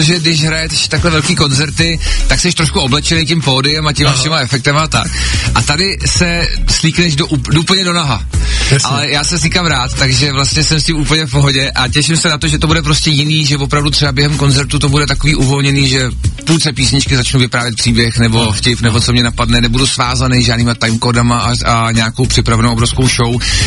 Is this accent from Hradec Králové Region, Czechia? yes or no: no; Železná Ruda, Plzeň Region, Czechia; Železná ruda mimochodem moc hezký město, hrozně se dalo dohromady a hodně lidí zajímá, odkud pocházím, kde jsem vyrost